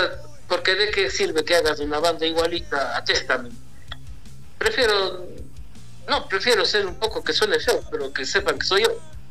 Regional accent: Basque Country, Spain; nosotros, hablando como vasco, obviamente nos gustaba … los de la época, ¿no?

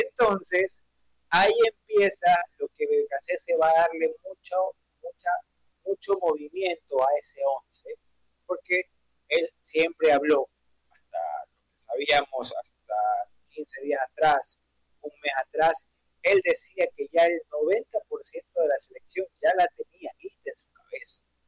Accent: Ecuador

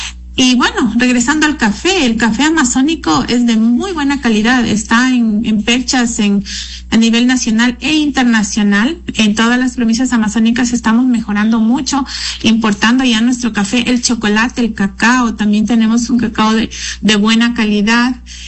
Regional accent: Puerto Francisco de Orellana, Orellana, Ecuador; born there; yo soy amazónica, yo nací aquí en el Coca. Yo vivo enamorada del lugar donde vivo. He vivido en el exterior, varias veces y he regresado siempre a Calcoca.

